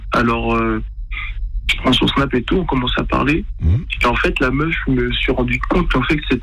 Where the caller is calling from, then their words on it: Haiti; moi, je suis haïtien.